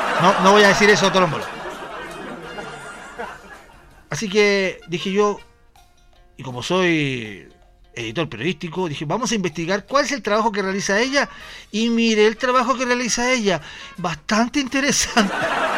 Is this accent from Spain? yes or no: no; Uruguay; porque el mercado uruguayo, porque soy uruguayo y el mercado está medio falso